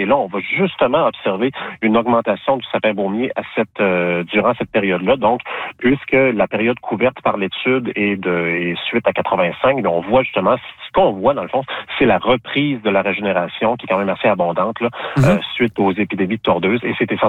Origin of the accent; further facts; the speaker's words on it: Quebec, Canada; Moi, je viens de la région du Bas-Saint-Laurent.